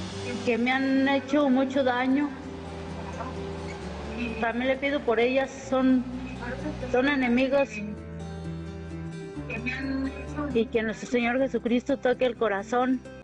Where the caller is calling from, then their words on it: Puruándiro, Michoacán, Mexico; De Puruándiro.